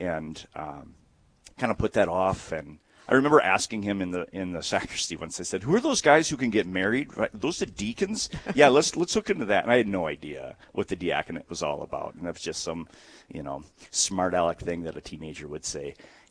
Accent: Sandstone, Minnesota, United States; I'm a boy of the Diocese of Duluth. I grew up in Sandstone, which is about an hour south of Duluth.

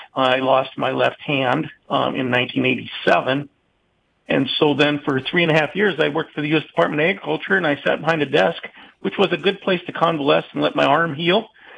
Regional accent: Mahnomen, Minnesota, United States; I grew up in Manolman, and when I was 10 years old, my dad got sick. And so my brother and I grew up out at Grandpa's farm

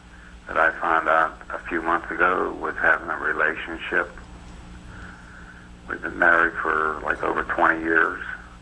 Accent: Pennsylvania, United States; Pennsylvania.

